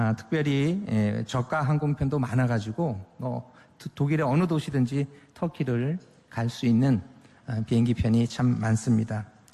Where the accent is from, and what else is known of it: South Korea